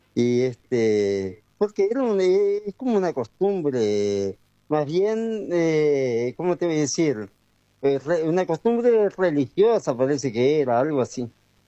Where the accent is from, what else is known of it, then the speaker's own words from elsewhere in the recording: Pepe Núñez, Salto, Uruguay; yo me crié en campaña, en Pepe Núñez, departamento de Salto